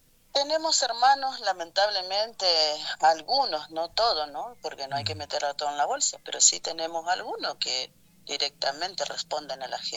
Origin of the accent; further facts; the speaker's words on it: Santa Fe, Argentina; somos santafesinos.